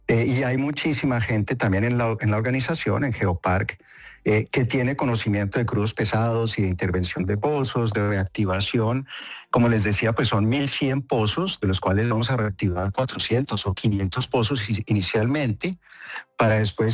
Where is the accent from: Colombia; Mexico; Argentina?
Colombia